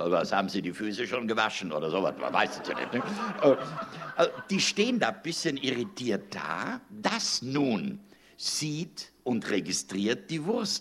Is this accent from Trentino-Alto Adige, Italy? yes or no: yes; Trentino-Alto Adige, Italy; ja, nee, ich komme aber nicht aus Bayern, ich komme aus Südtirol.